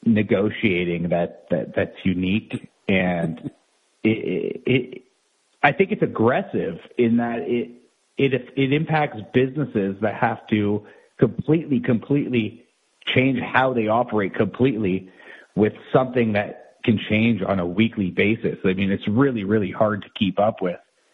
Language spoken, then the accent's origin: English; Canada; The thing that's weird about Canada to me is, as a Canadian, is I feel like we're getting in a fist fight with our older brothers